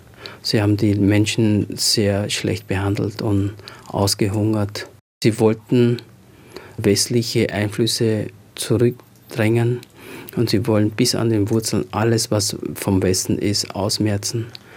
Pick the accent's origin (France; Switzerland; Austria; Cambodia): Cambodia; now in Europe; Wenn ich dort bin, dann sehen sie mich nicht mehr als Kambodschaner.